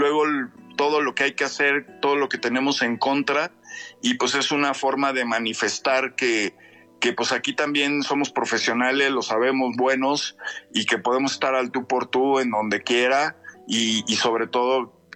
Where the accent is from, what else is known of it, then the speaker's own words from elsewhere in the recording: Mexico City, Mexico; born there; now in Aguascalientes, Mexico; mi madre es de aquí de Aguascalientes, yo nací en la Ciudad de México, pero bueno, pues tengo mucho cariño, ya tengo varios años viviendo aquí en Aguascalientes